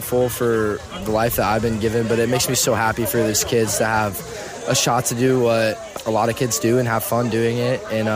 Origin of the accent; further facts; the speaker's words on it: Indianapolis, Indiana, United States; I'm from Indianapolis, Indiana.